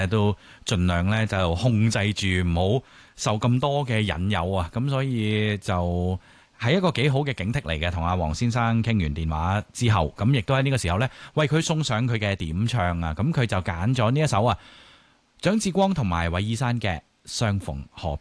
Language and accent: Cantonese; China; 即係我哋中国人都有句说话啦，物极必反啦嘛